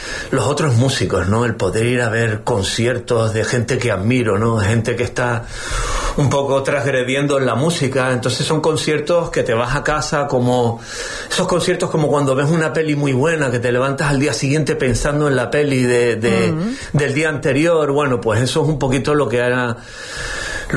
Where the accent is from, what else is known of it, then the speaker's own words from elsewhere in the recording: Lanzarote, Canary Islands, Spain; also born or lived in Madrid; now in New York, United States; soy un conejero, guitarrista, compositor, músico, o eso intento.